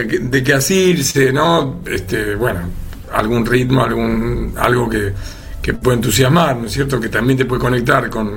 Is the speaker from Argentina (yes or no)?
yes; Argentina; No me considero un músico de jazz, me considero un músico argentino